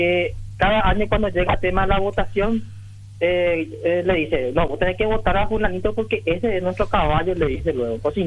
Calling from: Capiatá, Central, Paraguay; Yo, por ejemplo, estoy en Capiatá. Yo soy de Capiatá

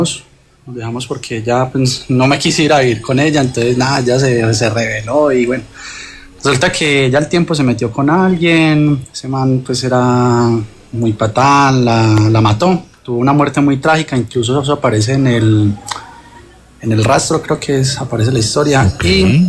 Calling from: Bello, Antioquia, Colombia; De Bello, Antioquia.

